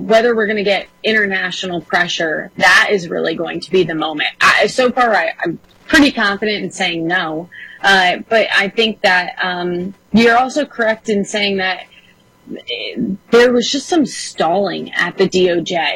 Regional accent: New York, United States; moved away; I'm originally from New York. I'm from upstate New York and a very red part of New York.

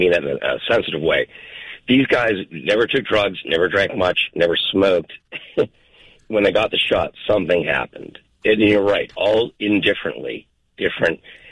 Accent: Boston, Massachusetts, United States; a golfing buddy of mine from Boston, and I grew up in West Roxbury, Jamaica Plain

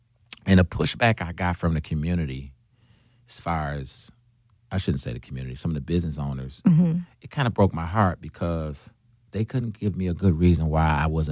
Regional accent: Milwaukee, Wisconsin, United States; And what Milwaukee, growing up in Milwaukee, has taught me is we have a long way to go

